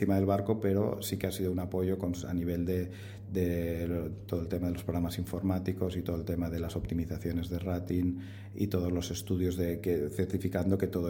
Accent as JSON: {"language": "Spanish", "town": "El Masnou", "region": "Catalonia", "country": "Spain", "said": "Nosotros somos de Masnou, que está aquí cerca de Barcelona"}